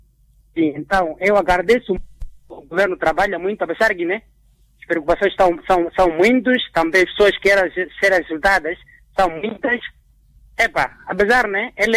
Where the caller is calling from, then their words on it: Nampula, Mozambique; como eu sou de Munabo, né?